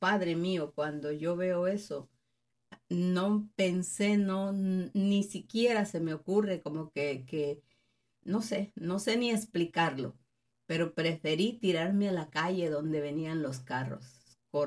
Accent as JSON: {"language": "Spanish", "region": "Tabasco", "country": "Mexico", "tie": "born or raised there", "said": "Yo me acuerdo cuando era chiquita, pues de donde yo soy, Tabasco"}